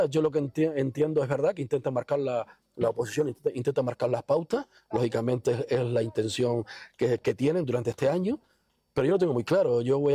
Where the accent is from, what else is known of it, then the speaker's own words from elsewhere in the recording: Betancuria, Canary Islands, Spain; yo soy de aquí de Betancuria, como tú bien dices, en esta plaza. En esta no, porque es nueva, pero en la antigua, desde pequeñito me he caído, me he roto las rodillas